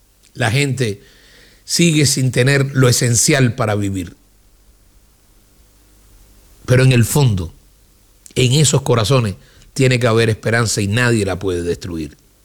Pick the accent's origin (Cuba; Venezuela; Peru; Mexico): Cuba; quiero hablarles como un cubano.